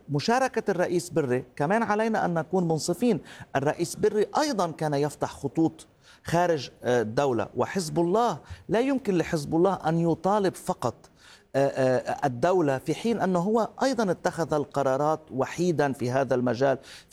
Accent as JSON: {"language": "Arabic", "country": "Lebanon"}